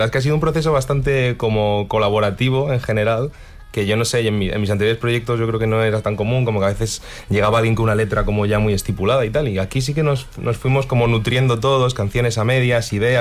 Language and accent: Spanish; Ajofrín, Castilla-La Mancha, Spain; las sesiones de composición las hicimos en mi pueblo, en Ajofrín, que está en Toledo.